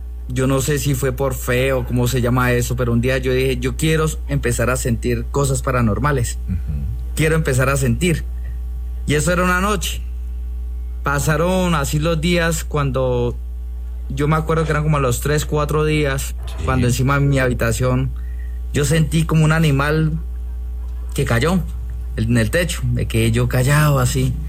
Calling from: Pitalito, Huila, Colombia; de por acá, Pitalito Huila.

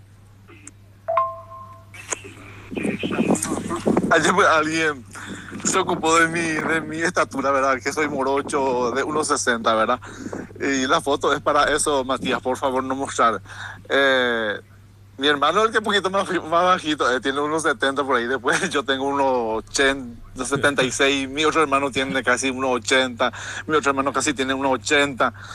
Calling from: Paraguay; nosotros los paraguayos

